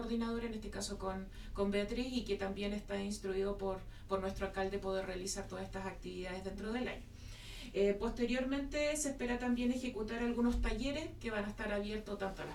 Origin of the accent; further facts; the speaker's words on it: Futrono, Los Ríos, Chile; soy ingeniera forestal. Vengo de la región de Los Ríos, comuna de Futrono en este caso, a desempeñarme acá en la comuna de Huaitecas